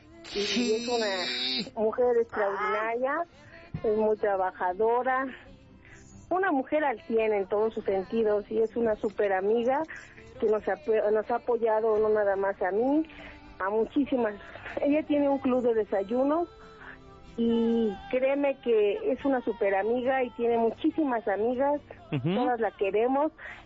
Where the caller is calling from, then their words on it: Calpulalpan, Tlaxcala, Mexico; Desde Calpulalpan, Tlaxcala